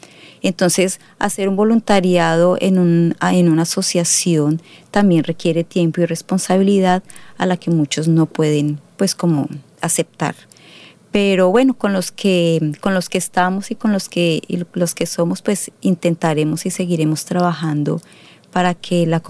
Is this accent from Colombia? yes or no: yes; Colombia; now in Australia; algunas inquietudes que como colombianos tenemos aquí, y cómo la embajada nos está ayudando y nos está pues apoyando en el hecho de vivir fuera del país.